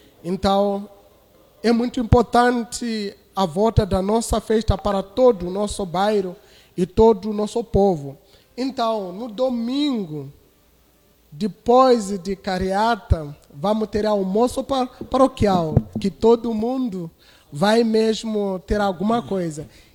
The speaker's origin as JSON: {"language": "Portuguese", "country": "Zambia", "moved": "yes", "lives_now": "Cabo Frio, Brazil", "said": "Eu sou vigário paroquial e sou da Zâmbia."}